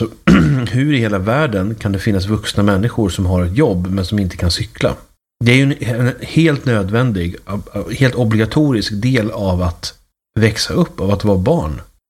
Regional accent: Uppsala, Uppsala County, Sweden; Eller är det kanske så att det är bara för att jag kommer från Uppsala som jag tar cykeln för given?

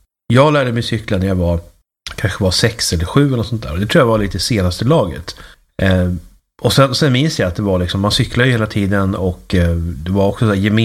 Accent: Uppsala, Uppsala County, Sweden; Eller är det kanske så att det är bara för att jag kommer från Uppsala som jag tar cykeln för given?

